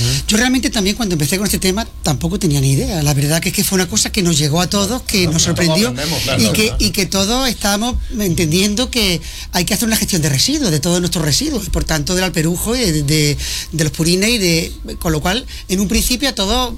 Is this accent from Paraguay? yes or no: no; Andújar, Andalusia, Spain; a 1 kilómetro de mi pueblo, de Andújar